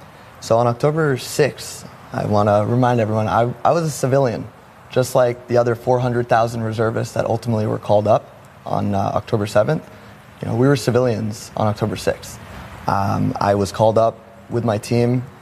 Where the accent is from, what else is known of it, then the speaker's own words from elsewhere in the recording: Boston, Massachusetts, United States; now in Israel; I'm a lone soldier. I'm from Boston. So I, you know, moved to Israel. I don't have family in the country to support me.